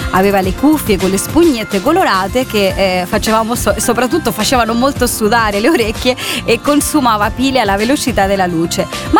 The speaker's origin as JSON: {"language": "Italian", "country": "Spain", "second_language": "Italian", "said": "In quegli anni spopolava la Italo Disco, visto che insomma io sono spagnola, l'ascoltavamo anche lì."}